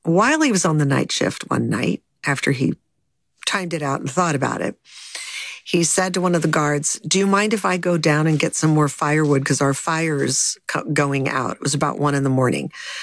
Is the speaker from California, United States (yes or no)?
yes; Los Angeles, California, United States; I grew up in the Hollywood Hills.